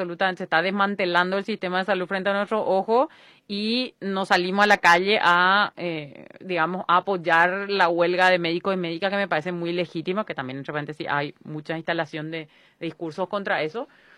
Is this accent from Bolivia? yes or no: no; Paraguay; siempre decimos como paraguayo y paraguaya